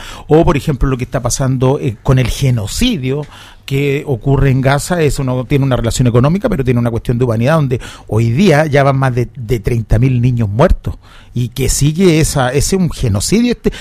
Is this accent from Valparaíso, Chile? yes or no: yes; Los Andes Province, Valparaíso, Chile; yo, que soy andino de la provincia de los Andes, calle Larguino de corazón, pero de la Aconcagua fundamentalmente